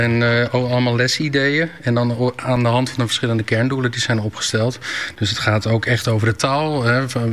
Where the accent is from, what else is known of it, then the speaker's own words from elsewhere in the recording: Haarlem, North Holland, Netherlands; Ja, dus hoe je het mooi kan verdelen, ik kom zelf uit Haarlem. Dus ja, ik heb het er ook moeten leren verstaan vooral.